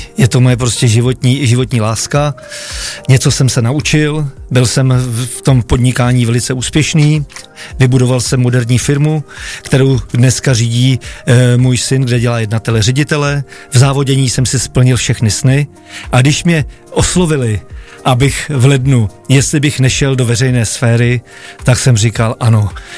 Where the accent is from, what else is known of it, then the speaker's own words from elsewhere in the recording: Central Bohemian Region, Czechia; jsem z Rakovnicka, žiju zde už tolik let. Jako zemědělec znám pozemky